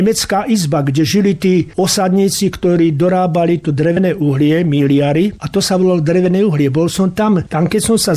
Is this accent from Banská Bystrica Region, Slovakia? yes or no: yes; Očová, Banská Bystrica Region, Slovakia; Tak ja sa chválim, ja žijem, narodil som sa, žijem v Getsemanskej zahrade.